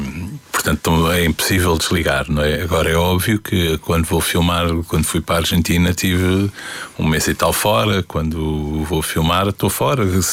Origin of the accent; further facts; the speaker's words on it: Lisbon, Portugal; born there; Nasci no Príncipe Real.